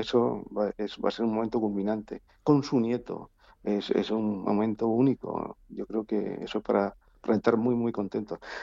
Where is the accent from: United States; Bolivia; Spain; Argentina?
Spain; Orihuela, Valencian Community; Yo soy de la Vega Baja, de Orihuela